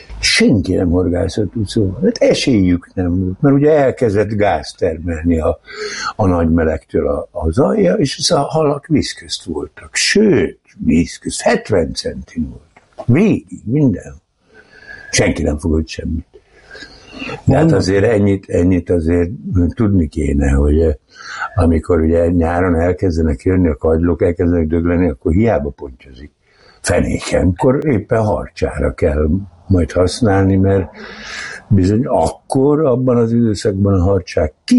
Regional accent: Tatabánya, Komárom-Esztergom, Hungary; born there; Igen, ott születtem, de valójában nem tatabányaiak vagyunk

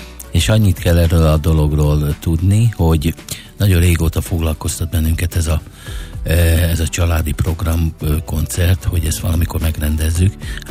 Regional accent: Győr, Győr-Moson-Sopron, Hungary; born there; családom az Győrből származik. Tehát a gyökerek igazán ebből Győrben vannak. Tehát mind a hárman Győrbe születtünk. Az édesapám is Győrbe született, az édesanyám is Győrbe született.

